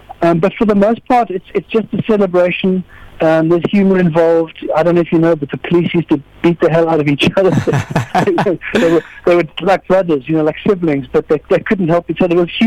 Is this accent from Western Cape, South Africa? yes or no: yes; Hout Bay, Western Cape, South Africa; I grew up in Hart Bay, and it was a school holiday, June, July, you know, that classic northwester